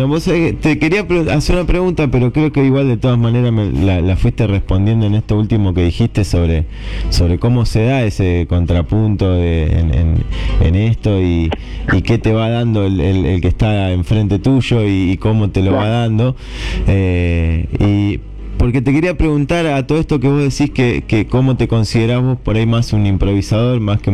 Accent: Acebal, Santa Fe, Argentina; No sé si han andado por Acebal, yo soy de Acebal.

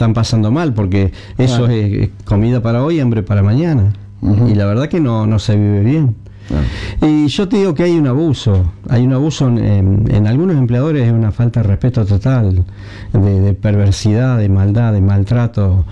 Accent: Casilda, Santa Fe, Argentina; los verdaderos dueños somos los ciudadanos de Casilda.

